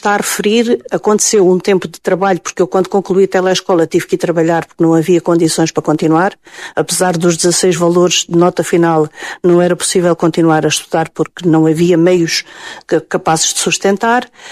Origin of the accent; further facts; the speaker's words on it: Galveias, Alentejo, Portugal; moved away as an adult; E até 1979, aos 18 anos, que saí das Galveias